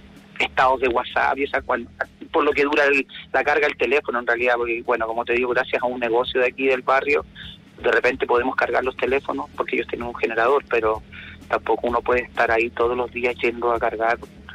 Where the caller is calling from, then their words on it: Limache, Valparaíso, Chile; Te hablo de Limache Viejo, de las casas que están, las poblaciones que están en la entrada de Limache viniendo desde Villa Alemana hacia el interior.